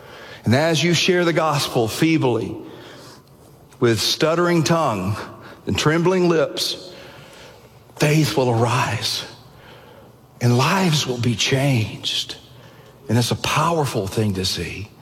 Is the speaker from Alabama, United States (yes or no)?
yes; Alabama, United States; I was growing up in Alabama. I mean, you can't miss it. There's churches everywhere.